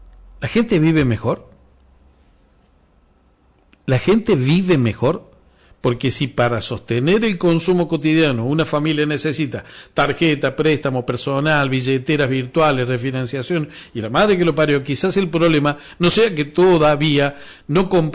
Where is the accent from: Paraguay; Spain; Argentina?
Argentina; los argentinos, como el argentino común, vos, yo, los laburantes